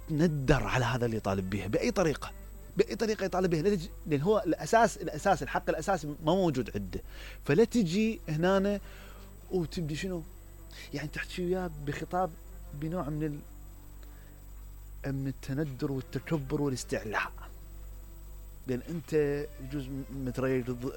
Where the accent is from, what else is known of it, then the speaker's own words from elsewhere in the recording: Basra, Basra Governorate, Iraq; born there; أنه أنا لماذا مثلا ولدت مثلا في البصرة مثلا، بينما غير يعني مع اعتزازنا طبعا بالمدينة وبناسها أكيد